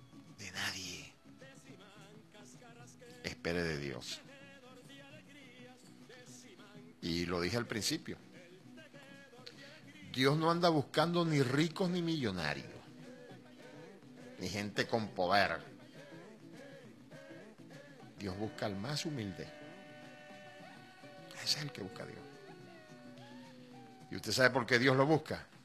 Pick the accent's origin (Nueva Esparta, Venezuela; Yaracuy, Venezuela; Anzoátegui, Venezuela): Anzoátegui, Venezuela; Cantaura; allá en mi pueblo, en Cantaura, en Chamariapa, donde nací hace 61 años.